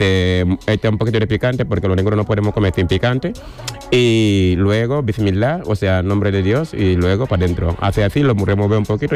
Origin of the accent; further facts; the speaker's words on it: Senegal; now in Spain; cuando llegué aquí, porque en África realmente, en mi país sobre todo, hablo de mi país, y en Senegal